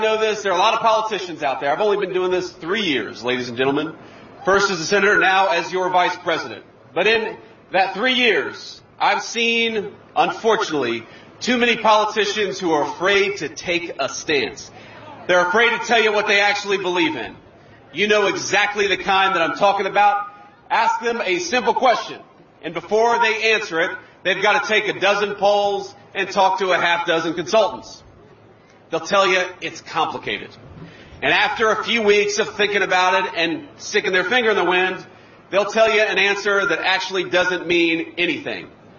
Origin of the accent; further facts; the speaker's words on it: Ohio, United States; My home state of Ohio has suffered from it a great deal.